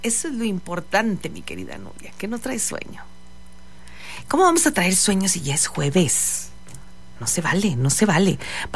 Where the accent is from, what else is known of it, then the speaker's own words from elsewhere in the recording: Monclova, Coahuila, Mexico; Soy de Monclo, del meritito Monclo, de la capital del acero. De ahí soy yo.